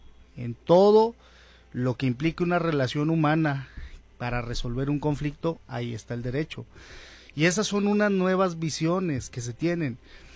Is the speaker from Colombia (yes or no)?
no; Mexico; nosotros como pueblo mexicano